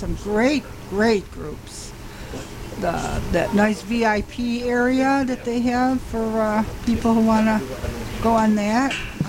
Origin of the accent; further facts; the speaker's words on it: Buffalo, New York, United States; They were from Buffalo, and I was from Buffalo, and it was a match made in heaven.